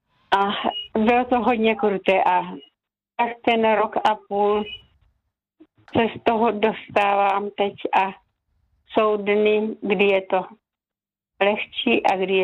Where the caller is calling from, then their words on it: Znojmo, South Moravian Region, Czechia; A jsem posluchačka ze Znojma z penzionu u Kauflandu.